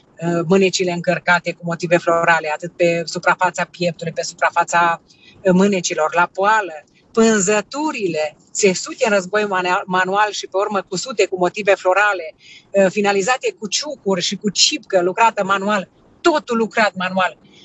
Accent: Romania; suntem români adevărați.

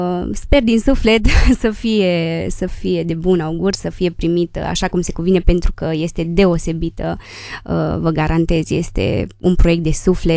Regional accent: Rohia, Maramureș County, Romania; mănăstirii Sfânta Ana Rohia, satul meu natal

